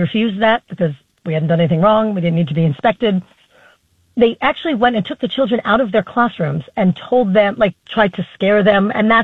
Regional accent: New York, United States; you and I grew up in New York. I wouldn't say it was the safest time to live in New York.

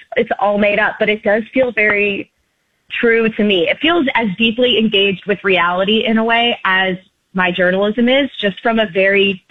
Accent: New Jersey, United States; I'm from New Jersey.

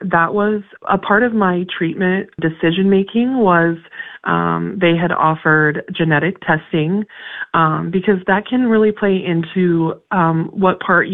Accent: Burwell, Nebraska, United States; After I moved back to my hometown of Burwell after college

